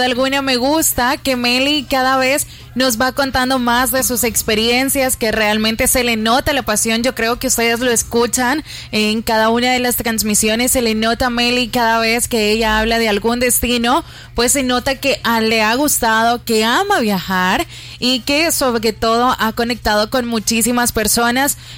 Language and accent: Spanish; El Salvador; para que como salvadoreños nos acostumbremos a planificar nuestras vacaciones